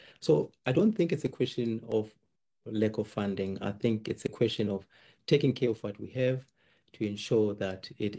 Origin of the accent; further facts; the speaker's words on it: South Africa; as South African citizens